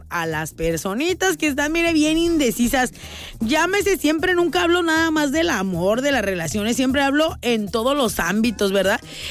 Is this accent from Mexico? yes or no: yes; Mexico; como buen mexicano que somos